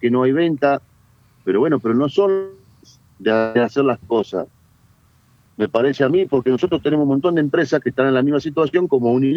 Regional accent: Gualeguaychú, Entre Ríos, Argentina; Yo soy de Gualeguaychú, sí.

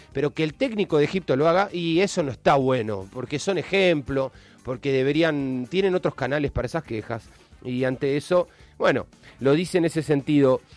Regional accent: Argentina

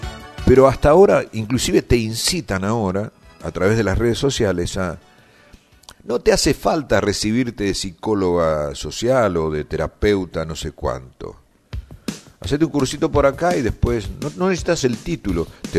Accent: Argentina

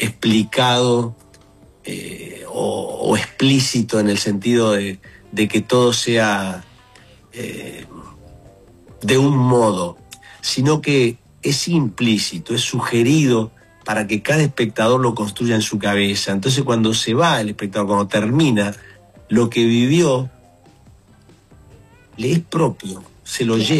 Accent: Colombia; Venimos de Colombia a hacer una experiencia preciosa.

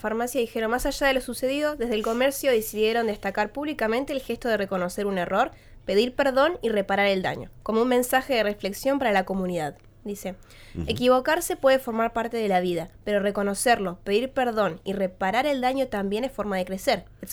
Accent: Buenos Aires, Argentina; now in Libertador San Martín, Argentina; yo soy de Buenos Aires

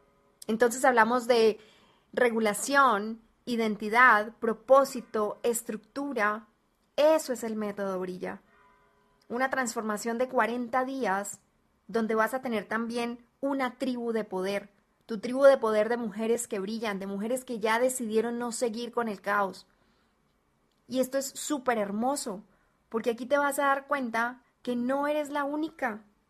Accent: Colombia; now in Guadalajara, Mexico; colombiana viviendo en Guadalajara, México

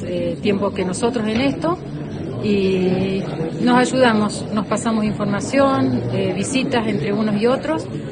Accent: Juana Koslay, San Luis, Argentina; Buen día, buen día. Soy de Juana Coslay.

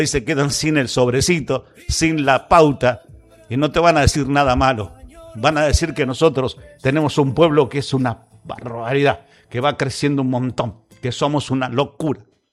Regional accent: Bragado, Buenos Aires Province, Argentina; Estoy feliz de ser la voz de mi pueblo.

